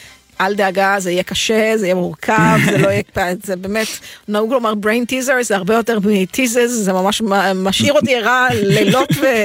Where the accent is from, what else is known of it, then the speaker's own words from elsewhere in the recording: Jerusalem, Jerusalem District, Israel; שאתה אומר … אני ירושלמי